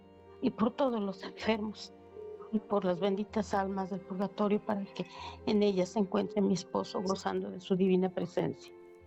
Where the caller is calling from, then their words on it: Tequisquiapan, Querétaro, Mexico; De Tequisquiapa